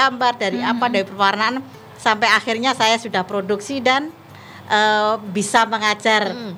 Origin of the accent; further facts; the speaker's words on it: Nganjuk, East Java, Indonesia; now in Madiun, Indonesia; Saya dari Kota Angin Nganjuk ke Kota Madiun.